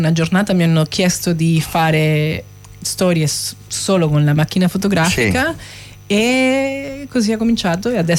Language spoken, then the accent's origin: Italian; Caracas, Capital District, Venezuela; Italian is a second language; come una fotografa che sono nata, cresciuta a Caracas